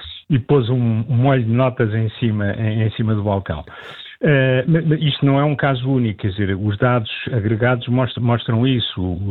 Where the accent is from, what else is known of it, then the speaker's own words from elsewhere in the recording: Portugal; Eu próprio, como português